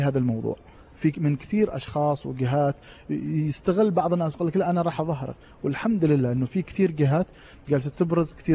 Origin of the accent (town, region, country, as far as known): Oman